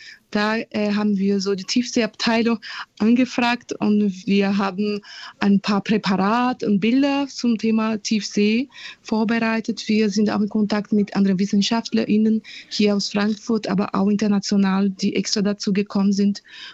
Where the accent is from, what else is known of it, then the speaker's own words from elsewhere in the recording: Brazil; German is a second language; now in Germany; Ich komme aus Brasilien und was ich gesehen habe, war auf jeden Fall so eine Entwicklung von Gesellschaftsteilhabe.